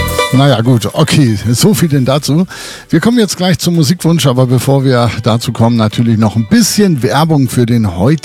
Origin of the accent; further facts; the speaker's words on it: Hamburg, Germany; Es ist ein Podcast direkt aus meiner alten Heimatstadt aus Hamburg